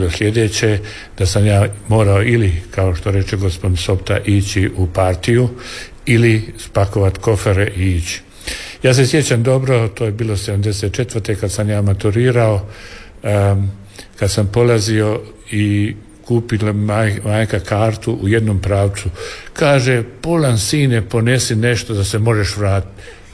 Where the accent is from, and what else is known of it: Široki Brijeg, Federation of Bosnia and Herzegovina, Bosnia & Herzegovina; moved away as an adult; now in Germany